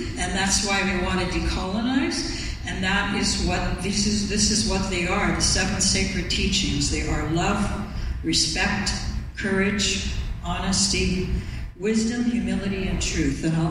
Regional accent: Manitoba, Canada; now in Vancouver, Canada; I want to say where I'm from Manitoba. I'm two-spirited. I'm from Treaty One territory. And right now, today, I live and work in the Tsleil-Waututh Musqueam Squamish Nation

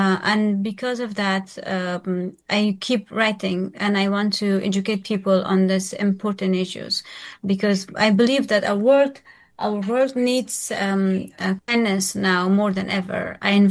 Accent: Afghanistan; now in Virginia, United States; I'm originally from Afghanistan, and I am a U.S. citizen right now.

